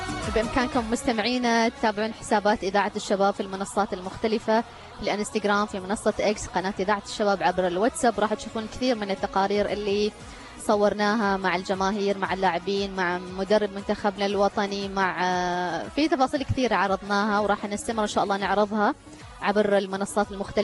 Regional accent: Oman; بالنسبة لنا كعمانيين

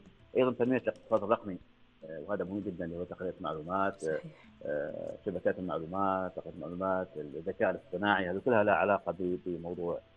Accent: Oman

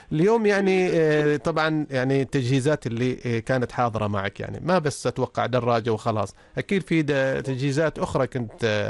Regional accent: Oman; احنا كشباب عمانيين

